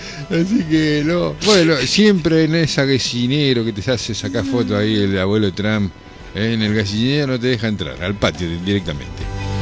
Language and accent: Spanish; Argentina; Cucas somos nosotros acá en la Argentina